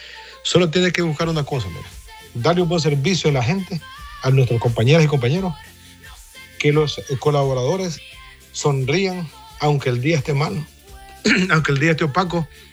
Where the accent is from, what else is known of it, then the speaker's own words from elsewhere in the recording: Honduras; que tenemos que buscar como hondureños día con día.